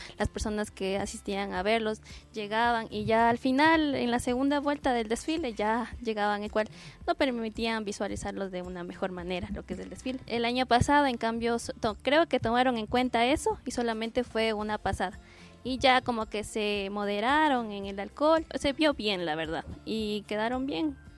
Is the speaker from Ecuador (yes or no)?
yes; Latacunga, Cotopaxi, Ecuador; yo soy oriunda de Latacunga